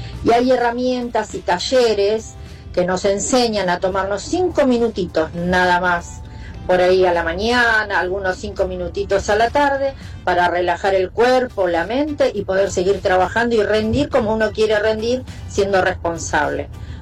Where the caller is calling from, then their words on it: Lomas de Zamora, Buenos Aires Province, Argentina; soy de Lomas de Zamora.